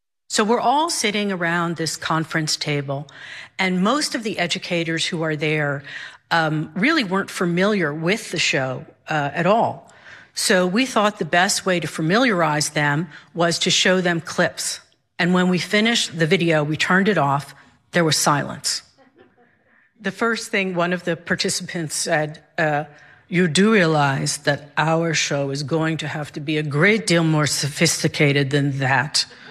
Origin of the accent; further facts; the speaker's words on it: Cambridge, Massachusetts, United States; I'm from Cambridge, Massachusetts.